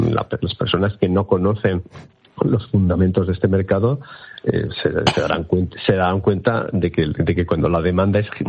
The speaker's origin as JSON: {"language": "Spanish", "town": "Bilbao", "region": "Basque Country", "country": "Spain", "said": "O sea, yo que soy de Bilbao y se me pongo el ejemplo muy sencillo. O sea, si se prohibiera desahuciar a los vascos, nadie alquilaría a los vascos."}